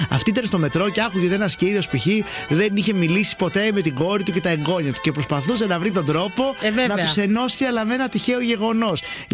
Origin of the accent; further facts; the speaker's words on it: Greece; Δεν μας χαλάει εμάς που είμαστε Έλληνες.